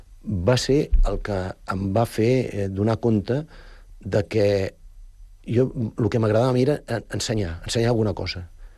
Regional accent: Sant Vicenç de Castellet, Catalonia, Spain; moved away as an adult; now in Sant Cugat del Vallès, Spain; La meva infància, la meva adolescència, els millors anys de la meva vida hem passat a Sant Vicenç.

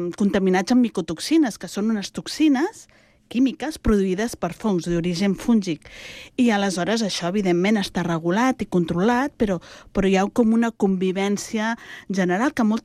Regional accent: Montcada i Reixac, Catalonia, Spain; jo de petita vivia a Montcada

